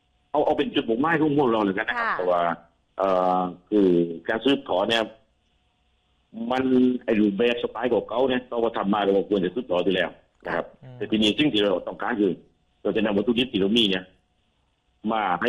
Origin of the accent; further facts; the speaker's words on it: Southern Thailand, Thailand; ก็เลยตั้งใจว่าเราจะมาตอบแทนบุญคุณบ้านเกิดของเราอ่ะ